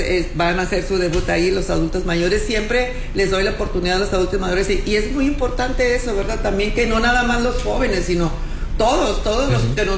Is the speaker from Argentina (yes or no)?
no; Mexico; Siempre he dicho que no somos mexicanos nada más en septiembre, somos mexicanos todo el año